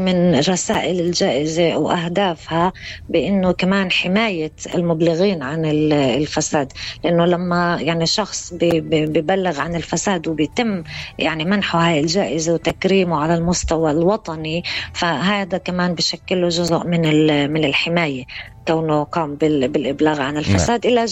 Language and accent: Arabic; Palestine; احنا كشعب فلسطيني